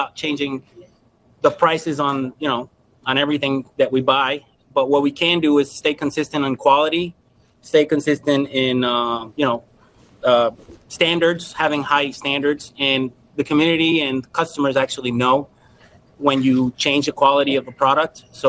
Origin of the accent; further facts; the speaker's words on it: New York, United States; We're originally from New York. Originally from New York. So you got to fold that pizza.